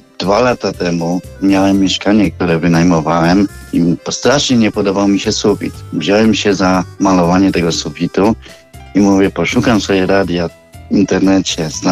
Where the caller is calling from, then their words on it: Gorzów Wielkopolski, Lubusz Voivodeship, Poland; z Gorzowa Wielkopolskiego.